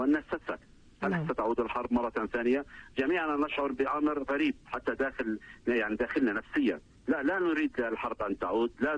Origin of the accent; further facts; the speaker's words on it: Gaza Strip, Palestine; نحن كفلسطينيين نعيش في قطاع غزة